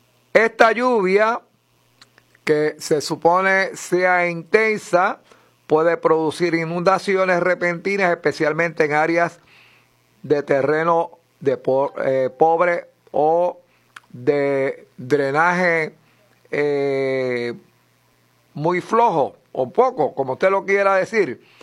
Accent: Puerto Rico; nosotros nos preocupamos como puertorriqueños

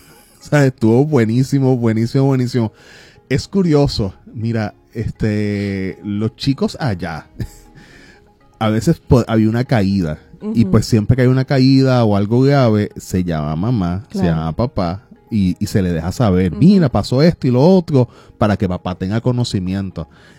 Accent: Puerto Rico; si algo nos distinguía a nosotros como puertorriqueños, era la familiaridad, la camaradería

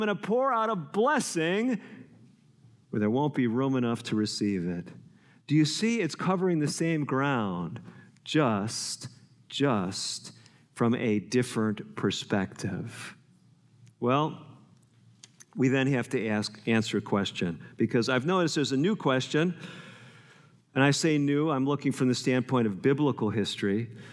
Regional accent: Chicago, Illinois, United States; I grew up in Chicago

